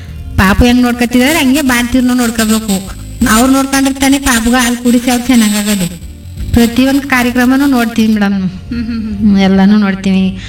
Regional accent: Heggadadevankote, Karnataka, India; now in Sargur, India; ನಾನು ಕೋಟೆಯಿಂದ ಸರಗೂರಿಗೆ ಮದುವಾಗಿನಿ.

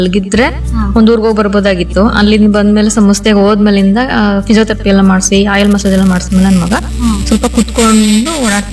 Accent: Chikkahunsur, Karnataka, India; ಹುಣಸೂರಿಂದ, ಚಿಕ್ಕಹುಣಸೂರಿಂದ ಬಂದಿರೋದು.

